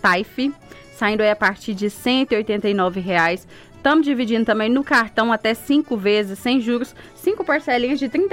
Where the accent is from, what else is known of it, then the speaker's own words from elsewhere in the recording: Brazil; Eu sou brasileiro.